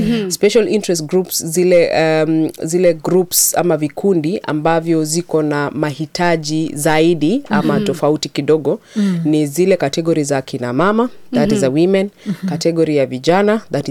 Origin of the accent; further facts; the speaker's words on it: Nandi County, Kenya; Nimetoka pale Nandi County, nimetoka ward inaitwa Kipkaren, constituency inaitwa Mosop, county ya Nandi, na mimi ni Mkenya